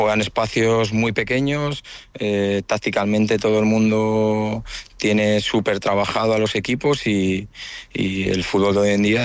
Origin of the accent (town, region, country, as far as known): Santander, Cantabria, Spain